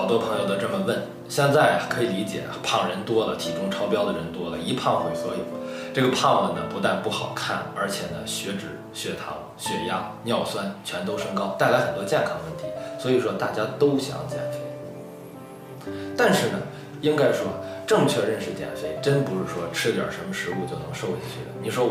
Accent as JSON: {"language": "Chinese", "country": "China"}